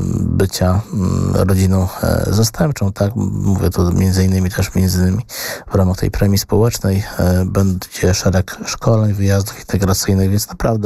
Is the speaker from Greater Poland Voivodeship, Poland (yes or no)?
no; Łomża, Podlaskie Voivodeship, Poland; u nas w Łomży